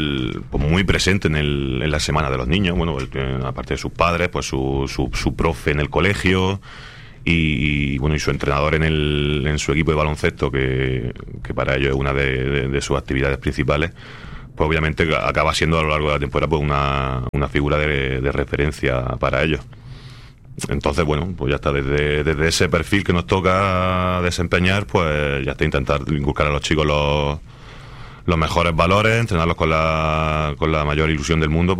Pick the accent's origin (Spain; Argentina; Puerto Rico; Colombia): Spain; Níjar, Andalusia; now in Almería, Spain; yo soy de Campo Hermoso, barriada de Níjar.